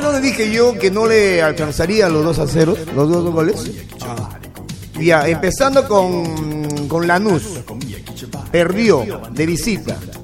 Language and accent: Spanish; Peru